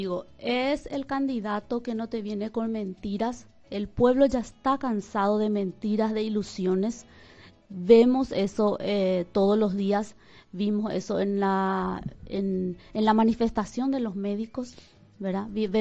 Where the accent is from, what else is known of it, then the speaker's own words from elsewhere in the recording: Pedro Juan Caballero, Amambay, Paraguay; soy hija de Pedro Juan Caballero, nacida, criada y formada acá en Pedro Juan Caballero.